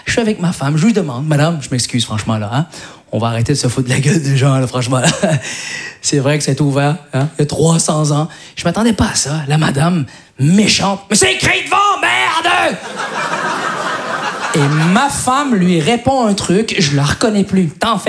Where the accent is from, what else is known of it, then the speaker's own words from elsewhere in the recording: Quebec, Canada; elle est québécoise comme moi. On est nés au Québec, mais elle est d'origine syrienne.